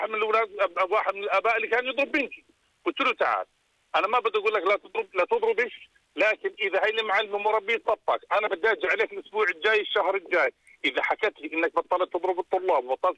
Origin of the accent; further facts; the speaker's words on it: Aqaba, Aqaba Governorate, Jordan; هاي حاجة صارت عندنا في العقبة.